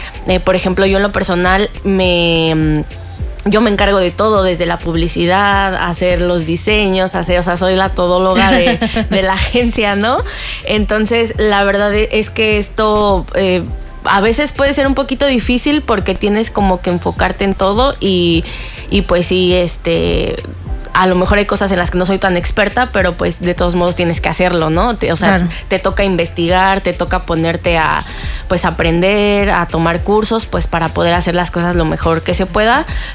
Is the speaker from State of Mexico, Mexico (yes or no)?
no; Mexico City, Mexico; moved away as an adult; now in Cancún, Mexico; yo soy de la Ciudad de México, entonces yo decidí venirme a Cancún